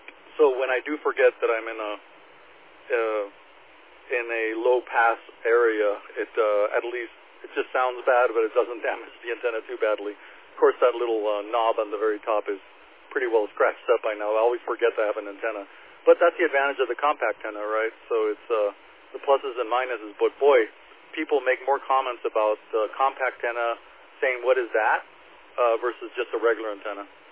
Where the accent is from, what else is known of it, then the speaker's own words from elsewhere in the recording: Mexicali, Baja California, Mexico; moved away; also born or lived in El Centro, California; I was born in El Centro, but I grew up in Mexicali, and so I have a lot of family still there